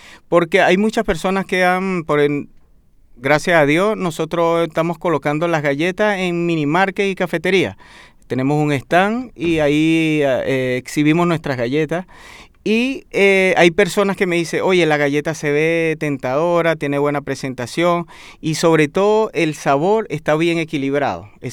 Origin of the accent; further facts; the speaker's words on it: Venezuela; moved away as an adult; now in Chile; yo soy venezolano